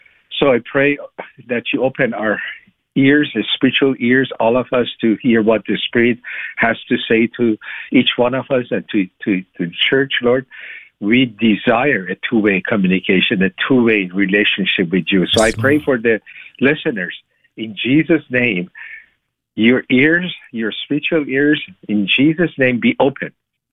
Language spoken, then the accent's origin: English; Iran; moved away as an adult; now in United States; I'm a Muslim background believer. I was born in Iran. I'm from Iran and was Muslim, pretty devout in my early years.